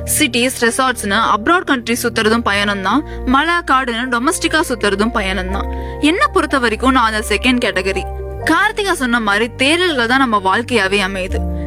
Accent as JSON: {"language": "Tamil", "town": "Tiruppur", "region": "Tamil Nadu", "country": "India", "tie": "born or raised there", "also_born_or_lived": "Udumalaipettai", "said": "நான் பிறந்து வளர்ந்தது எல்லாமே திருப்பூர் அப்படின்னாலும் திருப்பூர்ல இருக்க உடுமலை அப்படிங்கிற ஊர்ல தான் நான் ஸ்கூலிங் படிச்சுட்டு இருந்தேன்."}